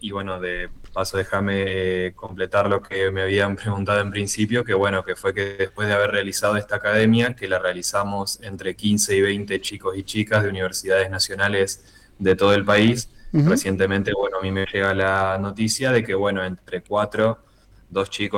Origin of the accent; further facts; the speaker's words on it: Paraná, Entre Ríos, Argentina; Yo soy de Paraná